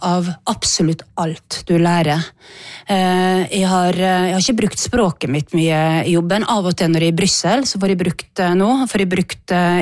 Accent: Elnesvågen, Møre og Romsdal, Norway; now in Bergen, Norway; Vi kommer fra Romsdalen. Vi kommer fra en plass etter Elnesvågen, som ligger rett utenfor Molde, 2,5 mil fra Molde.

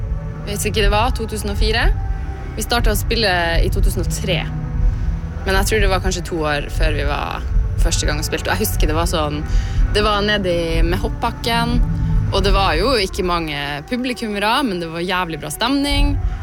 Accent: Alta, Finnmark, Norway; now in Oslo, Norway; jeg bor jo i Oslo nå. Men jeg er så sykt glad for at jeg har vokst opp i Alta.

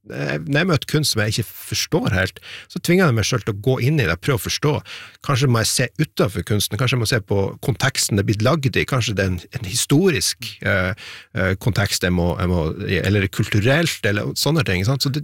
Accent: Steigen, Nordland, Norway; now in Sortland, Norway; Jeg fra Steigen, som noen timer sør om der.

